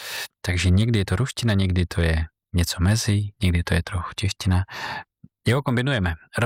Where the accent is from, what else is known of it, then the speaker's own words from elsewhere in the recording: Belarus; born there; first language Russian; Czech is a second language; now in Czech Republic; jsem Bělorus